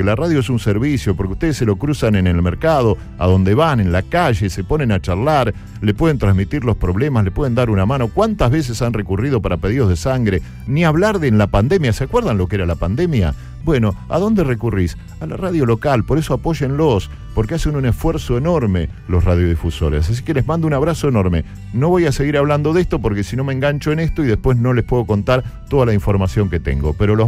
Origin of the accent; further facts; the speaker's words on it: Florentino Ameghino, Buenos Aires Province, Argentina; now in La Plata, Argentina; yo soy de Florentino Ameguino.